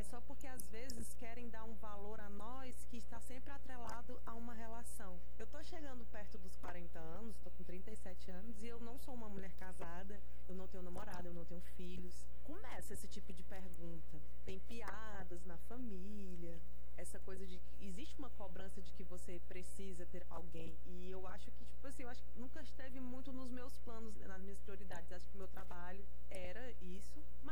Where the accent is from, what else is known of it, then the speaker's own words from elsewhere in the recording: Fortaleza, Ceará, Brazil; Eu sou da Barra do Ceará